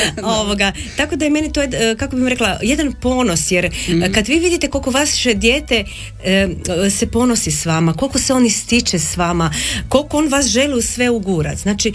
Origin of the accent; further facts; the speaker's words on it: Croatia; moved away as an adult; also born or lived in Zagreb; ja sam se rodila u Zagrebu, djetinjstvo sam provela u Zagorju i udam sam se ponovno vratila u Zagreb.